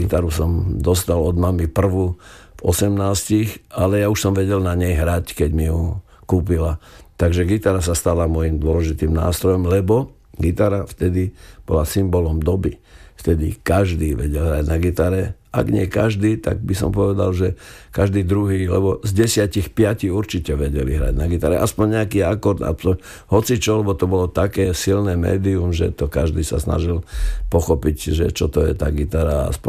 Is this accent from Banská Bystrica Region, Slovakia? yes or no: no; Prešov, Prešov Region, Slovakia; now in Bratislava, Slovakia; tak to sa všetko zrodilo v Prešove, až potom som prišiel do Bratislavy